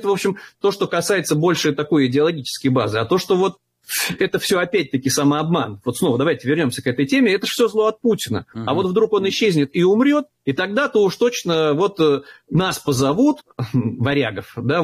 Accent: Moscow, Russia; будем решать мы в Москве, мы москвичи

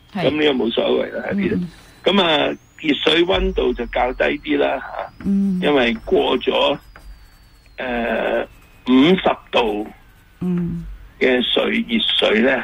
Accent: China; 但系如果你我哋中国人好多时都唔系好大

